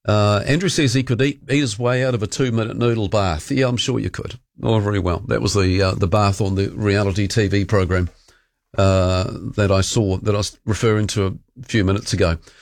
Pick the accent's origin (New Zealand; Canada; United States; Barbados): New Zealand; Dunedin, Otago; I know I'm from Dunedin. I know I'm from Dunners.